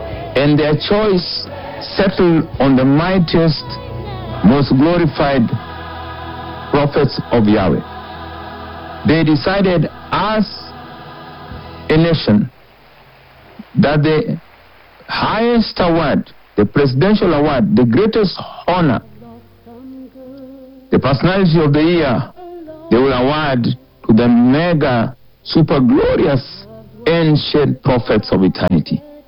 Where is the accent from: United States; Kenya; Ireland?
Kenya; And I feel terrible as a Kenyan.